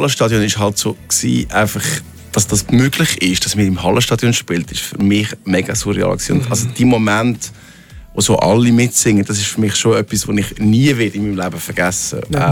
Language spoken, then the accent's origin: German; Aargau, Switzerland; Also wir sind ja auch im Seetal aufgewachsen.